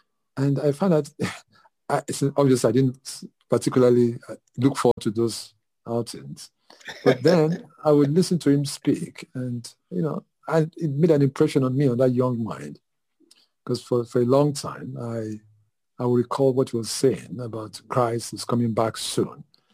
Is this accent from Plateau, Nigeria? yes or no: no; Lagos, Nigeria; born there; also born or lived in Ibadan / Ile-Ife; I grew up with my grandparents. Initial years of growth were with my grandparents. My mother was in Ibadan, but anyway, I grew up in Lagos.